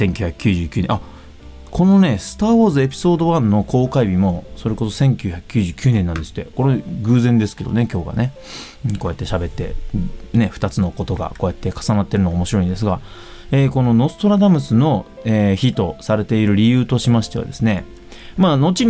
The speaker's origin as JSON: {"language": "Japanese", "region": "Yamaguchi", "country": "Japan", "tie": "born or raised there", "said": "地元山口県のね"}